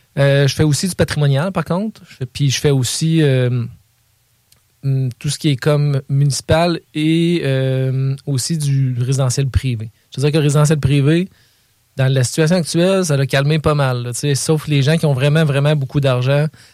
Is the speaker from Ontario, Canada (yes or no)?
no; Frampton, Quebec, Canada; moved away; also born or lived in Montreal; fait, je suis architecte, je viens de la Beauce. C'est pas très loin.